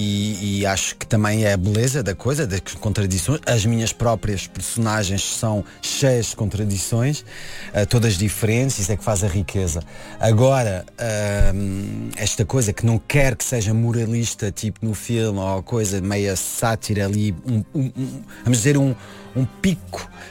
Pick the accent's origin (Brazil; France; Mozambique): France; Paris, Île-de-France; Portuguese is a second language; a minha vida é parisiense. Ou seja, eu vivo em Paris e nasci lá e desde sempre. Nunca vivi em Lisboa. Pronto, e eu gosto de relevar isso, porque realmente o meu português é, não é muito bom.